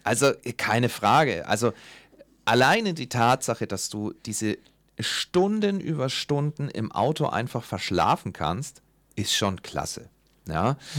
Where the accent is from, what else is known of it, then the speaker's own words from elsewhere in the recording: Nuremberg, Bavaria, Germany; Als Nürnberger Pflicht.